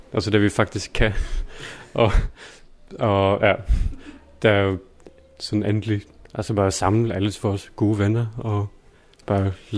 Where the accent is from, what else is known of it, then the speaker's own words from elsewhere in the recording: Norway; now in Denmark; og jeg kommer fra Norge og er bratschist